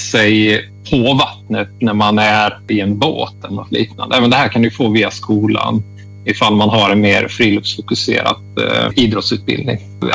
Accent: Sweden; Och det, som svensk så känns det helt orimligt.

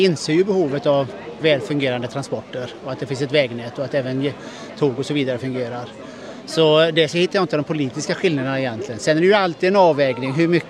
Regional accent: Alingsås, Västra Götaland County, Sweden; Jag är från Alingsås.

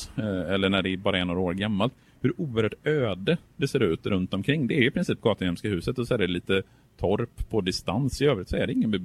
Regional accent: Borås, Västra Götaland County, Sweden; now in Gothenburg, Sweden; som inflyttad göteborgare, uppvuxen i Borås

